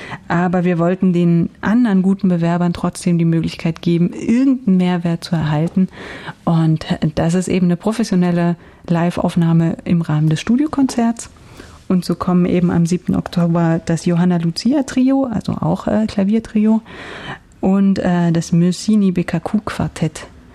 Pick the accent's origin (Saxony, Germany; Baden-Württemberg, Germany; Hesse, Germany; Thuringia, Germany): Saxony, Germany; wir kommen alle aus Sachsen.